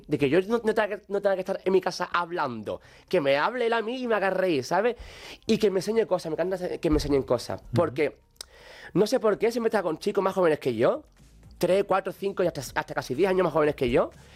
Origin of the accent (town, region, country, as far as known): Andalusia, Spain